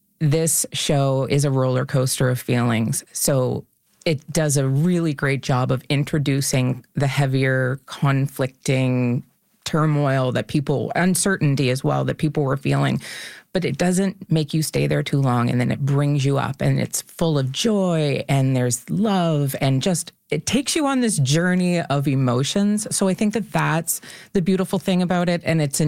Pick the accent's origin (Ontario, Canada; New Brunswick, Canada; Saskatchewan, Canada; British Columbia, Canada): New Brunswick, Canada; Kennebecasis Valley; I'm originally from the Kennebecasis Valley, so I was in university in St. John at the time